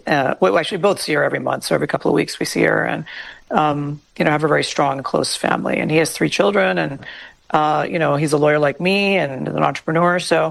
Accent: North Carolina, United States; I grew up in the Deep South

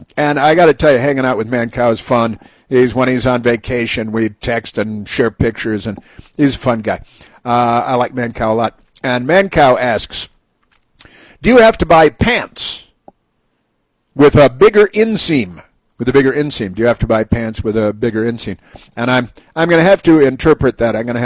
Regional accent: Chicago, Illinois, United States; when I was a kid, growing up in Chicago, North Shore of Chicago, and my stepfather was tied to his whole family was tied to the Chicago Democrat political machine

